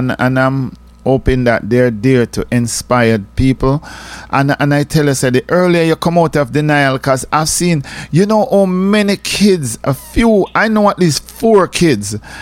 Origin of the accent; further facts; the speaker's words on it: Jamaica; we grew up in Jamaica